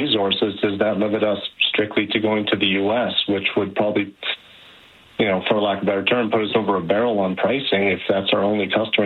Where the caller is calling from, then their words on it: Alberta, Canada; as an Albertan